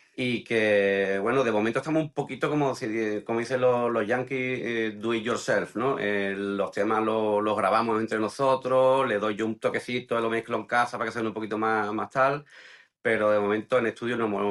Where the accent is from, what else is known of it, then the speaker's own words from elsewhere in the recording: Jerez de la Frontera, Andalusia, Spain; De Jerez, de Jerez.